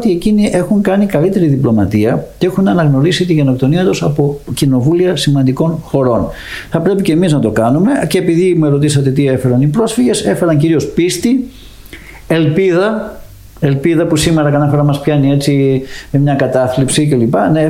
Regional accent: Macedonia, Greece; εγώ είμαι από τη Μακεδονία

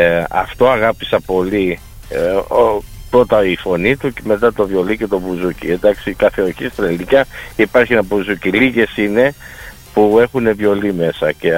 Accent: Greek islands, Greece; σαν νησιώτης

